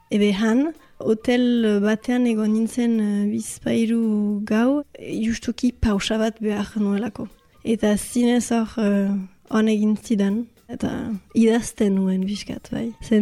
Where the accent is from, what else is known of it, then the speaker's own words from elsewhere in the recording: Bayonne, Nouvelle-Aquitaine, France; Baionakoa naiz eta bon, oztakit importantea den ugoita amabost urte ditut.